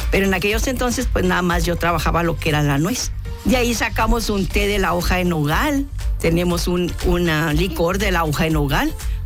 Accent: Rosales, Chihuahua, Mexico; yo soy de Rosales, Chihuahua, y tenemos unas nogaleras

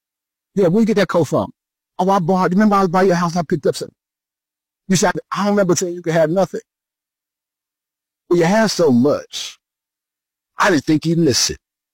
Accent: New Jersey, United States; I'm from New Jersey.

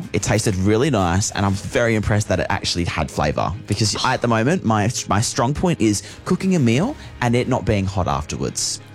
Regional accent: United Kingdom; So as a Brit

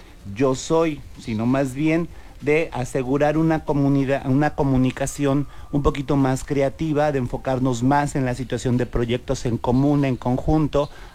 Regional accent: Orizaba, Veracruz, Mexico; yo vengo de Orizaba y está más o menos el mismo clima, así como que nubladito

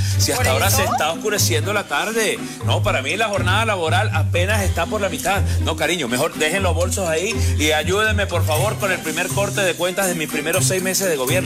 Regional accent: Italy; Spanish is a second language; Mira, yo también soy italiano, entonces aquí se trabaja también con el horario de Europa

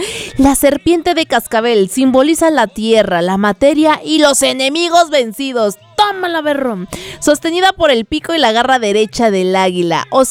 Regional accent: Mexico; No, tiene un significado profundo, así como somos los mexicanos.

